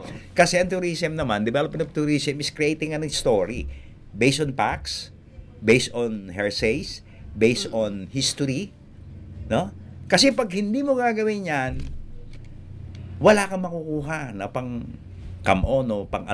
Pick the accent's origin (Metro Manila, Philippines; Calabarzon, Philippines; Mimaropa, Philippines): Calabarzon, Philippines; Pagbilao; sa amin sa Pagbilao